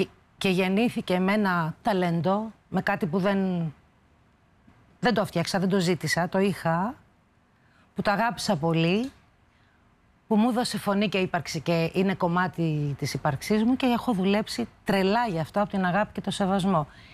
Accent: Tripoli, Peloponnese, Greece; επειδή είμαι ορεινός τύπος, λέει, η καταγωγή μου και τα παιδικά μου χρόνια τα έζησα στην Τρίπολη.

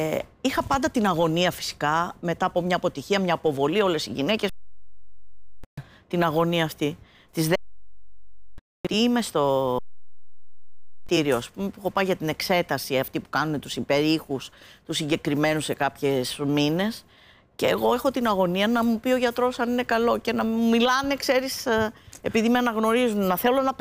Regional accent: Crete, Greece; επειδή κατάγομαι από την Κρήτη

